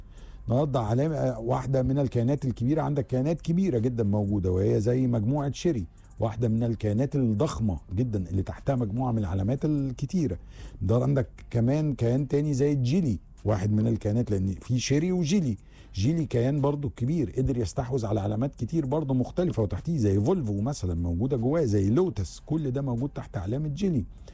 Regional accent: Egypt

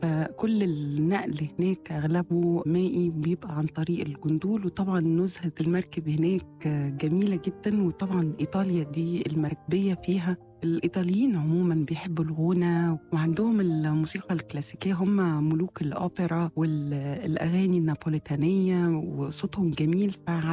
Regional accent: Egypt; فإحنا كمصريين

